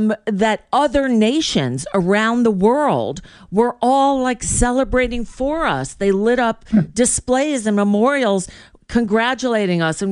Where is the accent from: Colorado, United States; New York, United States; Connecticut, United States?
New York, United States; born there; I was born in New York, so I lived there for a little while.